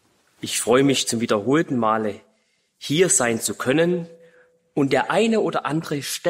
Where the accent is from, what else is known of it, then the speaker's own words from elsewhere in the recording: Saxony, Germany; moved away as an adult; now in Rhineland, Germany; Ich bin in Sachsen aufgewachsen, wohne aber seit 2017 im Rheinland, was auch ganz schön ist. Ich bin dahin gezogen wegen der Liebe.